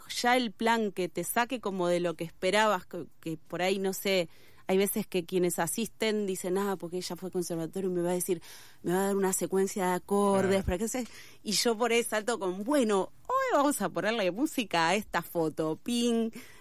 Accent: Morón, Buenos Aires Province, Argentina; born there; yo nací en Morón.

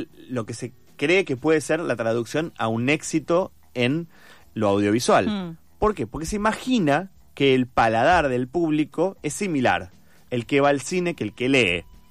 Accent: Argentina

